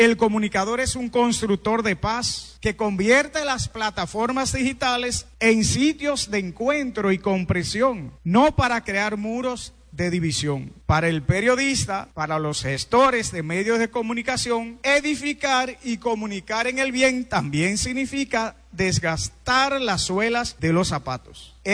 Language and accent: Spanish; Dominican Republic